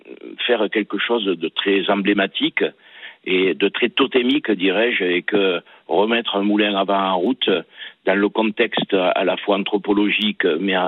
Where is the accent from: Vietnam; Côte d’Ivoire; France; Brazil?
France; Fontvieille, Provence-Alpes-Côte d'Azur; born there; Je suis né à Fontvieille, dans les Bouches-du-Rhône, qui est un petit village éminemment connu pour son moulin, qu'on appelle Moulin de Daudet, puisque Daudet l'a fait grandement connaître.